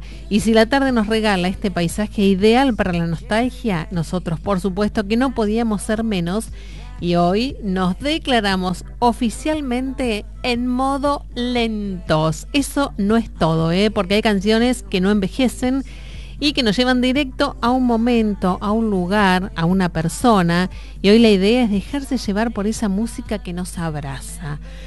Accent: Argentina; estamos felices los argentinos.

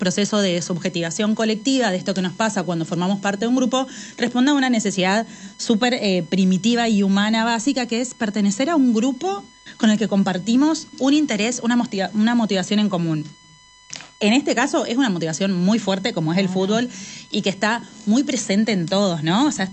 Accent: Argentina; nuestra identidad como argentinos, que somos tan pasionales

